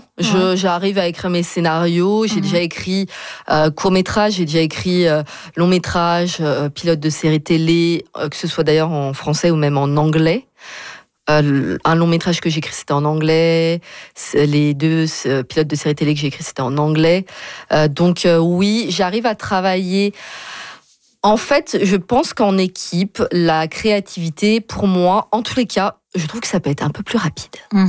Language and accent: French; France; en tout cas, moi, je viens de France. En France, il y a peut-être plus, on dit toujours, il y a le côté organique d'écrire un film.